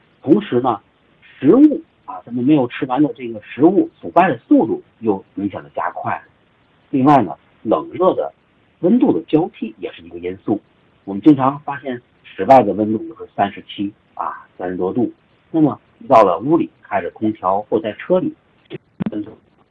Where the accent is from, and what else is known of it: Tianjin, China